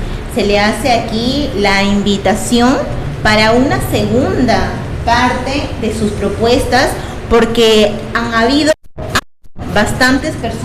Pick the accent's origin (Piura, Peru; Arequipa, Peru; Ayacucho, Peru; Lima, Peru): Piura, Peru; Tambogrande